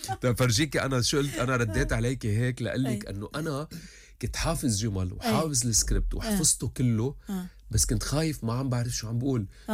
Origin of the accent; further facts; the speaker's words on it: Lebanon; moved away as an adult; also born or lived in Dubai / Istanbul; لما كنت أقول لهم لبناني